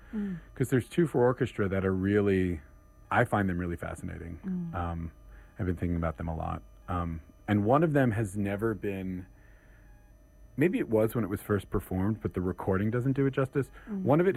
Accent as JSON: {"language": "English", "region": "New York", "country": "United States", "said": "Feldman being a New Yorker too"}